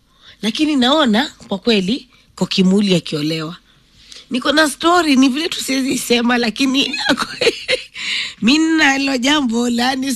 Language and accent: Swahili; Kenya; Mimi ni mkamba, I don't lie.